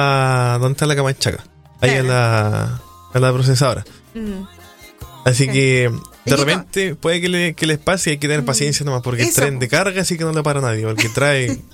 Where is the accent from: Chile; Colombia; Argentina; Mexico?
Chile; nosotros como chilenos